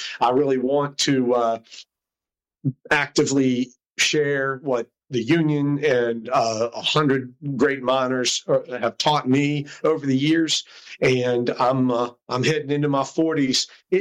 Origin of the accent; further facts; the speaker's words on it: Morgantown, West Virginia, United States; born there; Well, I was born in Morgantown, and my mom's from Greenbrier County, more far southern, St. Nicholas, Greenbrier areas. My dad's from up in Altoona, PA, railroad country. And they met up around Morgantown, so that's where I came into the picture.